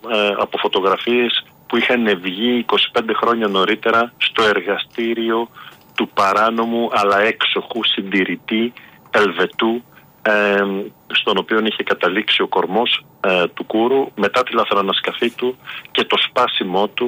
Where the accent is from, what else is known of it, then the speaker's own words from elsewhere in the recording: Greece; για μένα ως Έλληνας